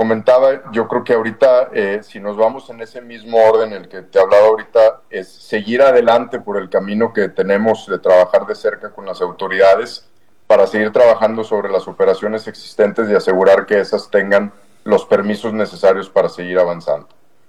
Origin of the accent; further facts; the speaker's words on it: Mexico; somos los mexicanos